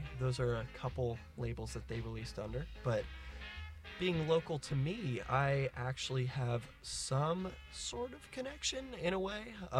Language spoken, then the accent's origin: English; San Francisco Bay Area, California, United States; I'm from the Bay Area.